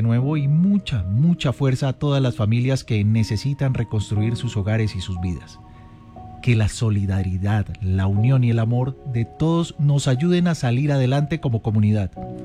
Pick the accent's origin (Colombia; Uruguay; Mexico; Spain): Colombia; Cali, Valle del Cauca; somos los guerreros de Dios en esta ciudad y en el Valle del Cauca